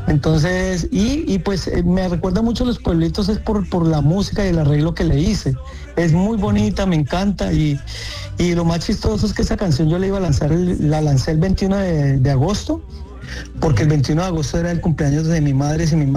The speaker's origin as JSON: {"language": "Spanish", "town": "Cali", "region": "Valle del Cauca", "country": "Colombia", "said": "Aunque soy caleño, nacido allá, pues mi familia, tengo descendencia paisa también. Entonces yo le decía a un amigo que yo soy paisaleño, algo así."}